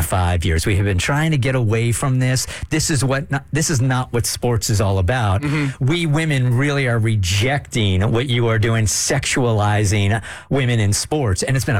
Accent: California, United States; now in Atlanta, United States; As much as I'm from California, so I'm always going to be a Chargers fan.

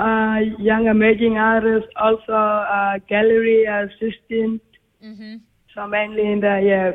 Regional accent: Milikapiti, Northern Territory, Australia; I'm originally from Tiwi Island in the NT, a community called Milakapuri, Snake Bay. So that is where I'm from, and that's where I live and grow up.

